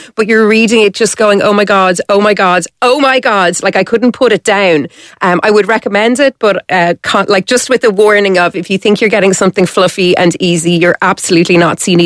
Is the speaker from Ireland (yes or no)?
yes; Ireland; if you're reading it as an Irish person